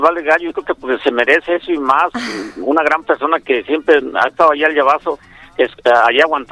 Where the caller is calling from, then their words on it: Zapopan, Jalisco, Mexico; De acá, de Hacienda de Lazo, en Zapopan.